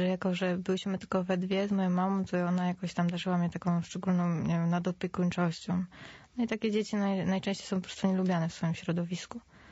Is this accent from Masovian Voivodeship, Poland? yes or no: yes; Radom, Masovian Voivodeship, Poland; Ja pochodzę z Radomia. Także w mieście.